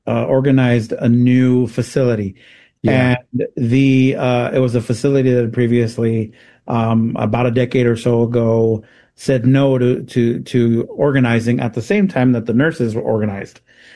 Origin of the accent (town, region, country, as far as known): El Paso, Texas, United States